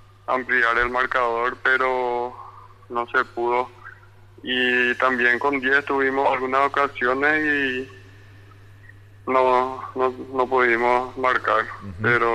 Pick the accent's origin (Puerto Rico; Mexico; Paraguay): Paraguay; Villa Elisa, Central; Yo soy de Villa Elisa.